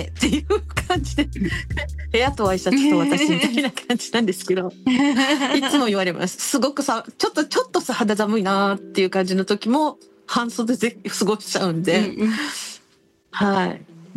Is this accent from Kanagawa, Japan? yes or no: yes; Kanagawa, Japan; now in Okinawa, Japan; 出身は神奈川なんですけれども、